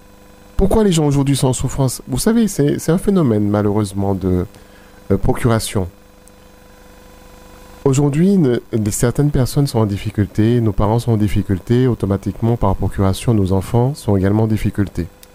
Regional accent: Martinique; je suis en Martinique. Mm-hmm. Je suis martiniquais.

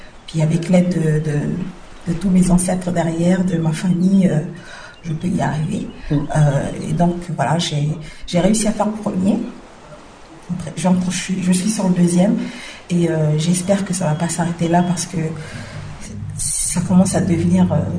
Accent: New Caledonia; j'ai besoin d'exister en tant que Kanak, d'abord, mm-hmm. avant d'exister en tant que calédonienne.

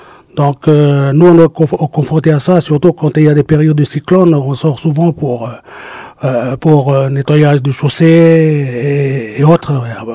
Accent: Païta, South Province, New Caledonia; also born or lived in Yaté; Je viens de Païta. Après, j'étais à Iaté.

